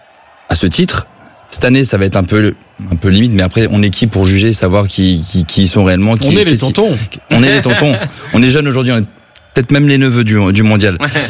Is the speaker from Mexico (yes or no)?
no; Marseille, Provence-Alpes-Côte d'Azur, France; Ounaï, pardon, je suis marseillais, il était en échec chez nous.